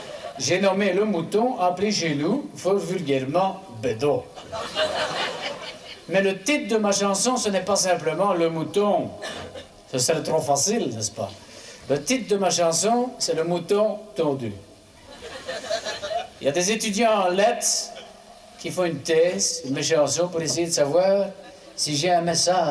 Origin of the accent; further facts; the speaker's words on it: Écaussinnes, Wallonia, Belgium; Oui, je suis originaire d'Écossine.